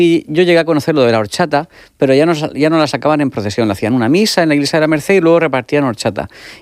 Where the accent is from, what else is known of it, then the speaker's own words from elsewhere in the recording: Region of Murcia, Spain; yo soy murciano